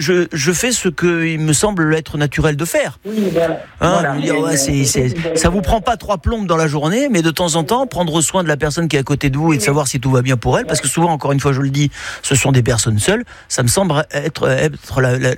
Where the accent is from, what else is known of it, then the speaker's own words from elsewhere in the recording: Menton, Provence-Alpes-Côte d'Azur, France; moi je suis de Menton, j'habitais donc Menton et à l'avenue Thiers de Menton